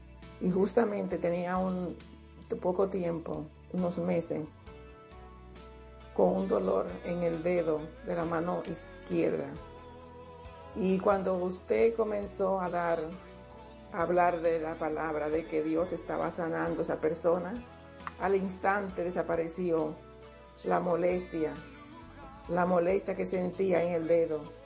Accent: Dominican Republic

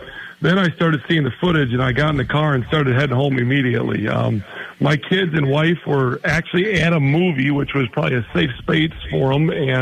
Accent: Appleton, Wisconsin, United States; born or raised there

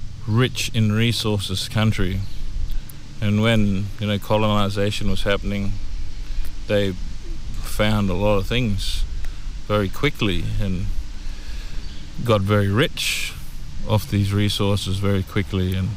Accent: Northern Territory, Australia; I'm from the Yanyuwa and Gadawa country in the Borroloola region.

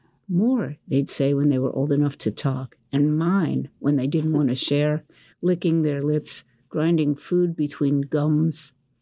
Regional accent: West Virginia, United States; also born or lived in Fairmont, United States; I moved from Wetzel County, rural Wetzel County, West Virginia, to Fairmont, West Virginia.

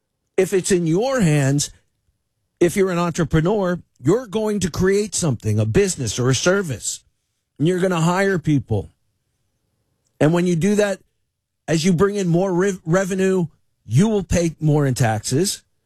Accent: United States; I'm an American.

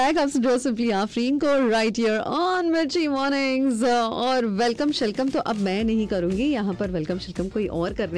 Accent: Mumbai, Maharashtra, India; moved away; being from Mumbai

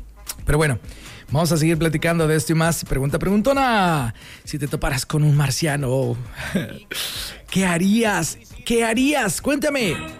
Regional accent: Mexico

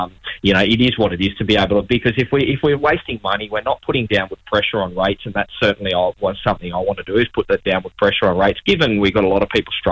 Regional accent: Queensland, Australia; I grew up in Division 1 at Tumulla Beach out there. I finished primary school off at Rolling Stone State School and then graduated high school at St. Anthony's Catholic College at Deeringham before I went off to university to study to become a teacher.

